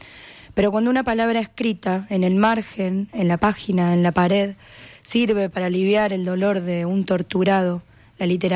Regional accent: Córdoba, Argentina; moved away as an adult; now in Uruguay; saben que yo soy de Córdoba, soy de Argentina, vivo hace algunos años acá

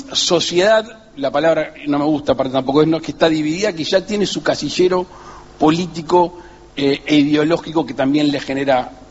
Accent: Uruguay; yo soy el presidente de la República Oriental de Uruguay.

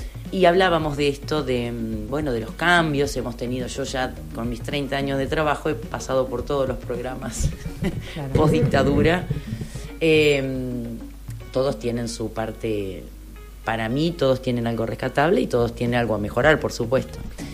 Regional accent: Uruguay; soy una uruguaya afortunada

